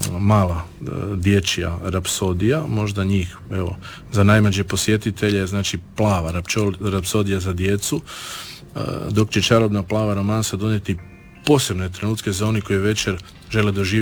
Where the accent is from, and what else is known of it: Istria County, Croatia